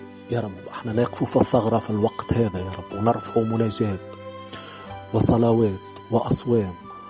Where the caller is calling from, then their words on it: Tunisia; بلادنا تونس